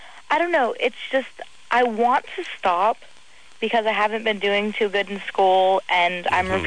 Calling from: Los Angeles, California, United States; Well, North Hollywood? Well, like around Coldwater and Victory, around there.

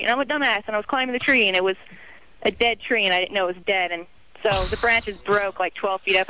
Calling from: Arizona, United States; I'm from Arizona, and we don't have like a lot of trees out there. We have flat land and cacti and stuff.

